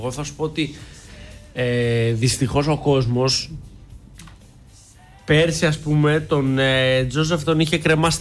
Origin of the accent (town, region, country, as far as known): Greece